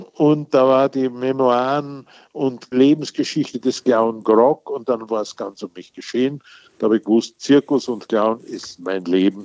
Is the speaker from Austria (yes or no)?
yes; Austria; Ich bin in einem Industriedorf in Österreich aufgewachsen mit zwei Fabriken. Alle diese Leute haben in den zwei Fabriken gearbeitet, 6000 Einwohner, die Hälfte in einer Eisengießerei und die andere Hälfte in der Porzellanfabrik.